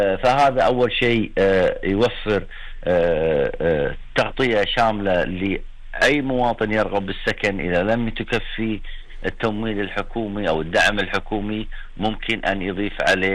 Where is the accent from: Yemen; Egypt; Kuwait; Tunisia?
Kuwait; والله البنوك عندنا بالكويت